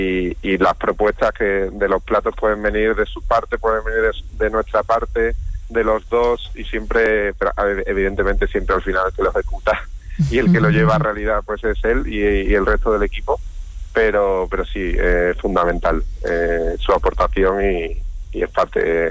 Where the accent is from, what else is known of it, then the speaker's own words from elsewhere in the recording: Mairena, Andalusia, Spain; moved away as an adult; Mira, yo soy de Mairena de toda la vida, pero bueno, hace muchos años me fui a Latinoamérica, bueno, a trabajar en otros temas